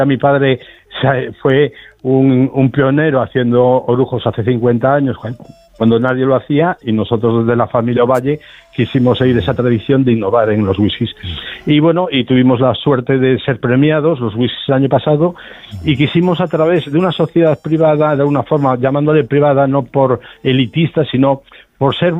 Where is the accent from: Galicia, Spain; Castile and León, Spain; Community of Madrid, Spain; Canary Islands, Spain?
Galicia, Spain; Galicia, voy a vender un poquito Galicia como gallego.